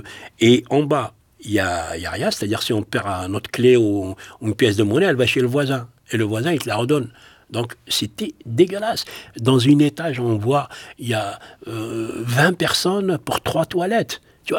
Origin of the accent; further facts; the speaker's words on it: Algeria; now in France; on a quitté l'Algérie, on a pensé c'est fini, on ne les trouve plus.